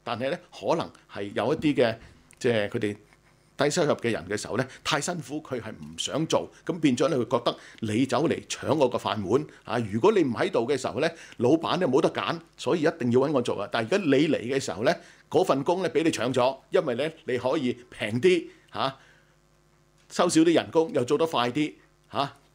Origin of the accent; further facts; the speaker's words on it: China; now in Australia; 即係當然佢就唔係淨係指我哋中國人啊、亞洲人咧